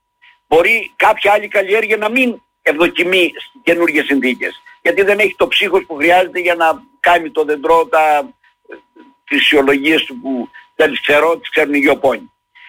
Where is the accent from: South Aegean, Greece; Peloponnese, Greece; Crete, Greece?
Crete, Greece; Perachori; Ναι, στο χωριό μου το λένε, ειδικά στο Περαχωρί.